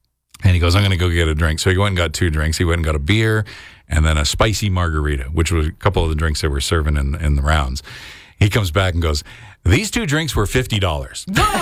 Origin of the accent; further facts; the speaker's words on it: Brampton, Ontario, Canada; Well, we're from Brampton. We're both from Brampton, so I called him Sir.